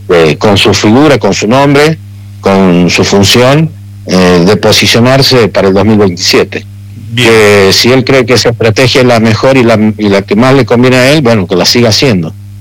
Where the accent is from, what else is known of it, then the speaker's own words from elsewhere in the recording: Argentina; como un argentino más